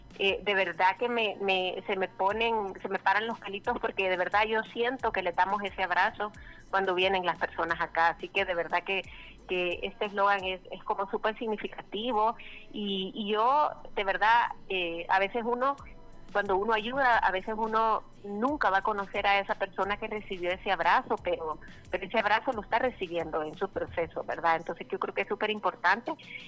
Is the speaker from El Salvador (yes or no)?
yes; El Salvador